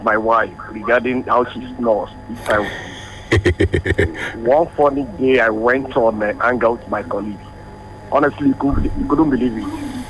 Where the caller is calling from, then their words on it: Nigeria; from Aloba.